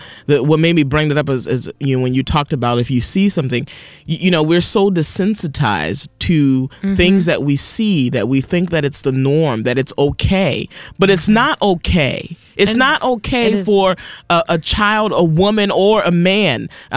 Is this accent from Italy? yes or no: no; Boston, Massachusetts, United States; I grew up in, we grew up in Dorchester and Roxbury in Boston